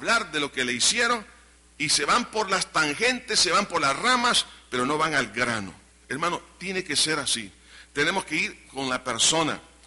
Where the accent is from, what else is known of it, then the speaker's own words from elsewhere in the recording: El Salvador; Como salvadoreños y en muchas otras culturas, se evita la confrontación cara a cara.